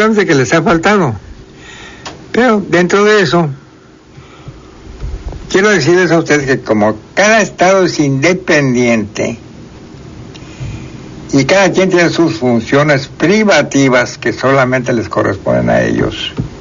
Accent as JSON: {"language": "Spanish", "country": "Mexico", "said": "Obviamente, si me preguntan a mí si eres mexicano, pues claro que soy mexicano."}